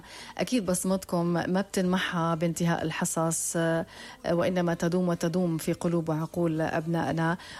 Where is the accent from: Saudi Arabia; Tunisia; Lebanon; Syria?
Syria; في بلدي سوريا